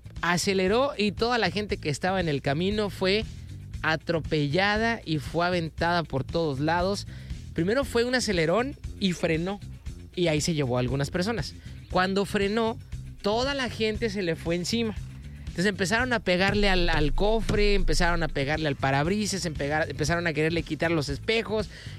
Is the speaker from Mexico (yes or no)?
yes; Mexico; Aquí lo malo es nosotros como cultura mexicana celebramos de una manera muy... sin medir consecuencias.